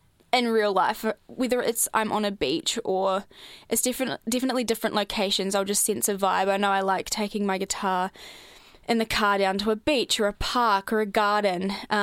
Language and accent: English; New Zealand; moved away as an adult; now in Melbourne, Australia; Like they said, I'm originally from New Zealand. I moved here about 2 years ago.